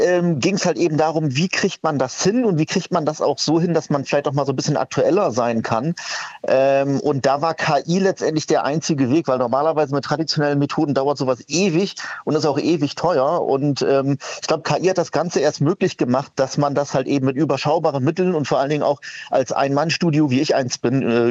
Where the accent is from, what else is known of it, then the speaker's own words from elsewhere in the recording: Bremen, Germany; now in Berlin, Germany; weil ich bin ja sozusagen Exil-Berliner bzw. Bremer. Ich komme ja aus Bremen ursprünglich und will seit Ewigkeiten auch wieder zurück.